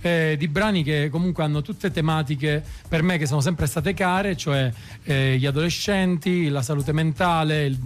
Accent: Roggiano Gravina, Calabria, Italy; moved away as an adult; also born or lived in Rome; Il mio paese d'origine Roggiano Gravina

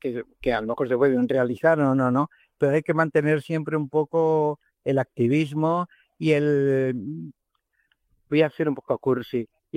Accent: Valdepeñas, Castilla-La Mancha, Spain; moved away as an adult; also born or lived in Iznatoraf / Ciudad Real / London; now in Madrid, Spain; Yo me he criado en Valdepeñas, luego estuve estudiando en Ciudad Real y estuve trabajando también en Valdepeñas de mecanógrafo, taquígrafo

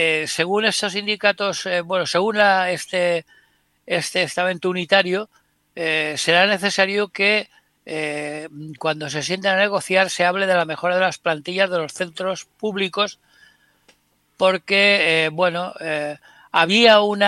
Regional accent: Spain

